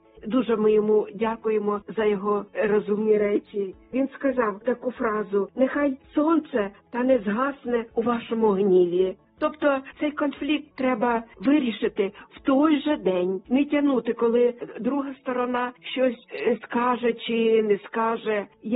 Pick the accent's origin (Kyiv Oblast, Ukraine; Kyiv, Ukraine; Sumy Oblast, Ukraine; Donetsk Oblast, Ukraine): Sumy Oblast, Ukraine; now in Denmark; з далекої Данії. Передаю вітаннячко на мою рідну Україну, на мою рідну Сумщину.